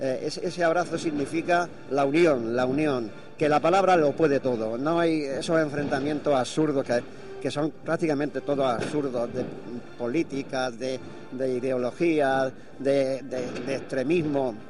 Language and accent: Spanish; Villena, Valencian Community, Spain